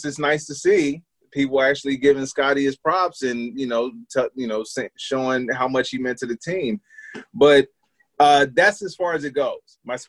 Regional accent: Chicago, Illinois, United States; because it wasn't like this when I was growing up in Chicago

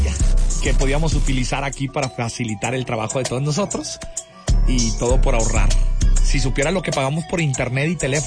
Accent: Mexico; ahí está la raza mexicana siendo mexicana y no somos todos.

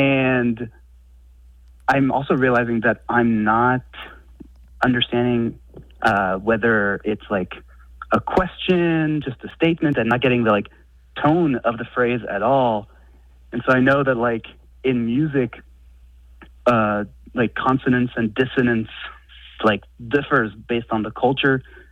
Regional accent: France; first language French; English is a second language; Yes, I grew up in France. So I grew up speaking French and learned English kind of as a second language.

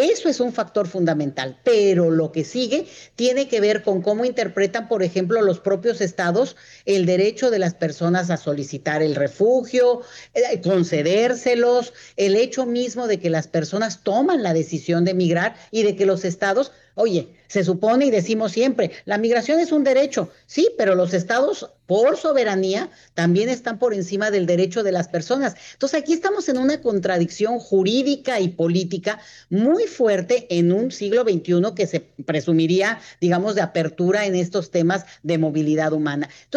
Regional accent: Mexico; y nos incluye como mexicanos, el país de más inmigración migratoria del planeta, siempre lo digo

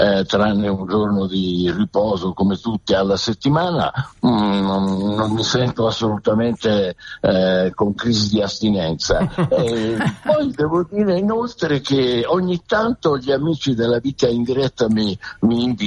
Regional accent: Catania, Sicily, Italy; Io sono catanese, ci sono tanti luoghi comuni

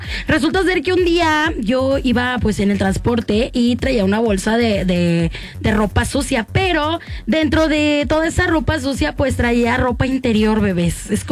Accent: Altamira, Tamaulipas, Mexico; todos los que somos de Altamira

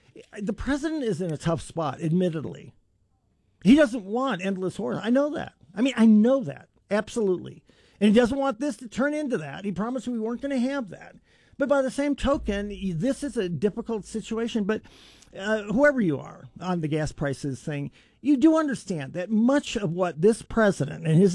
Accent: United States; Because I'm an American and I live here and our priorities are number one here.

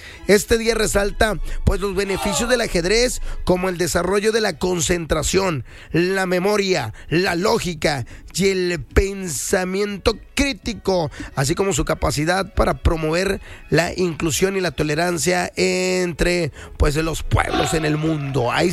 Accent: San Nicolás de los Garza, Nuevo León, Mexico; porque yo soy de San Nicolás por Diego Díaz de Berlanga, entonces yo iba a Las Puentes.

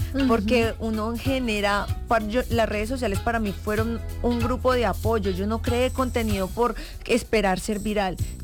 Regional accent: Bogotá, Colombia; moved away; also born or lived in Europe; yo soy de Suba y Suba tiene todos los estratos

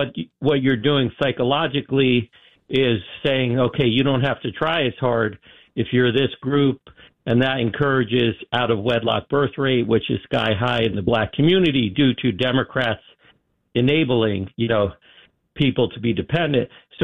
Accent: New Jersey, United States; I'm from New Jersey, and I'm not Jewish.

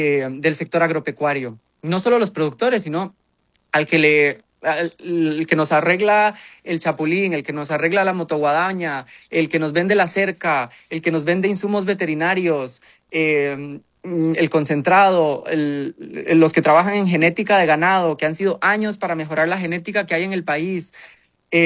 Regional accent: Costa Rica

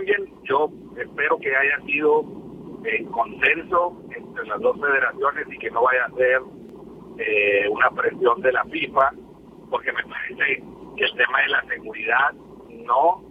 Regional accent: Mexico; A mí sí, aunque soy mexicano, creo que en el hipotético caso que México llegara a ganar

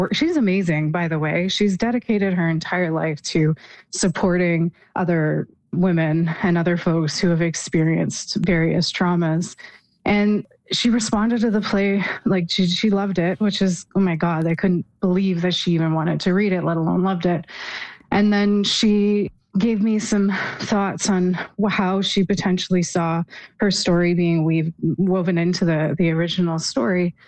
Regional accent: Ontario, Canada; So I should say I'm from Huron County, which is the region that Alice Munro grew up in.

